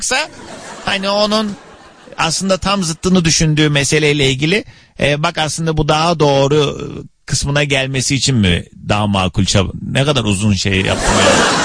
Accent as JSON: {"language": "Turkish", "region": "Kars", "country": "Turkey", "said": "bir Karslı olarak"}